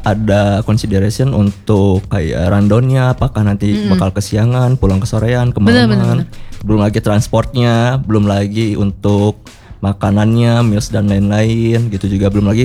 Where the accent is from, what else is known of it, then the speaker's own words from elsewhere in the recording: Bandung, West Java, Indonesia; Menurutku … tuh sebagai orang Bandung itu ya, saya tuh ya. Ini mah saya berbicara sebagai warga Bandung.